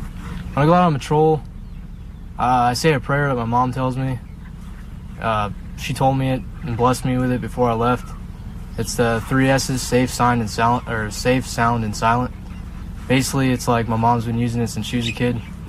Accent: Burbank, Illinois, United States; I'm from Chicago, Illinois, but I'm from the suburbs of Chicago, not from the city, so I'm from Burbank, a small town.

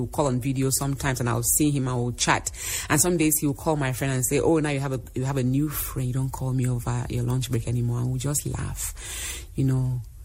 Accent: Cameroon; moved away; I grew up in Cameroon.

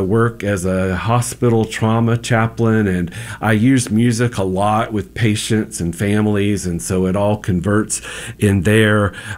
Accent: Florida, United States; I grew up over in Polk County

